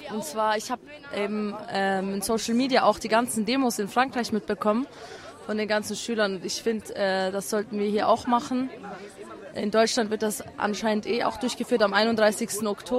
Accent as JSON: {"language": "German", "town": "Wörgl", "region": "Tyrol", "country": "Austria", "said": "ich bin aus Wörgl. Ich komme aus der Hack."}